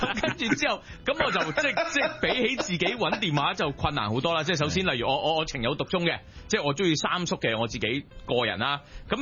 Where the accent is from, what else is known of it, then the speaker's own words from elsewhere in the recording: Hong Kong; 我哋香港人